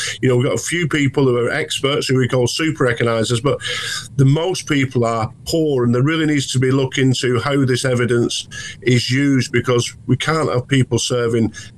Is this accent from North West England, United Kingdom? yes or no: yes; North West England, United Kingdom; moved away; also born or lived in London; I'm originally from Greater Manchester myself, albeit I served